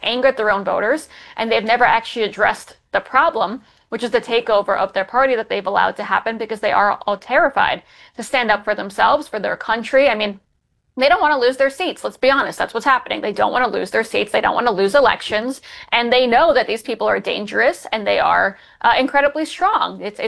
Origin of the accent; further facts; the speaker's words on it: New York, United States; And I'm someone who was born and raised in New York. I adore New York. I love New York. I was in New York on 9/11.